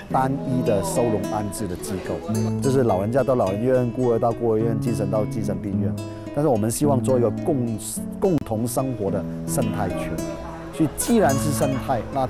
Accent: Hong Kong; now in Kaohsiung, Taiwan; 我来台湾已经26年，但是我也拿了身份证了，所以我是扎港的台湾人。

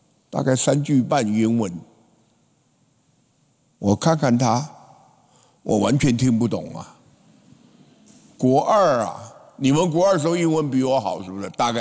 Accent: Taiwan; 我们台湾人。

